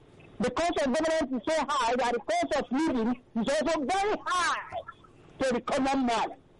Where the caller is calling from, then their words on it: Nigeria; I'm calling from Abang, Nigeria.